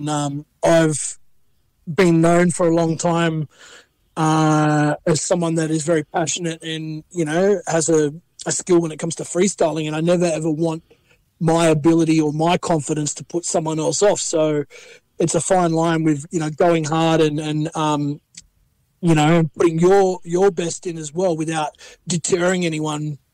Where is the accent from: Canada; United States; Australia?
Australia; Penrith, New South Wales; Grew up in Western Sydney, born and raised in Penrith. Got a bit of a mixed background.